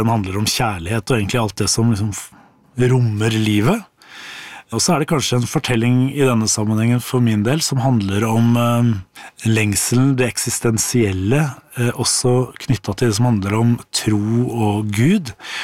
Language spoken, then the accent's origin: Norwegian; Nesodden, Akershus, Norway; hjemme på Nesodden der jeg kommer fra.